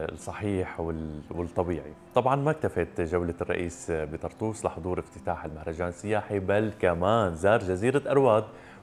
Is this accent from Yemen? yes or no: no; Syria; الجزيرة الوحيدة اللي عنا يا جماعة، عم بحكي لغير السوريين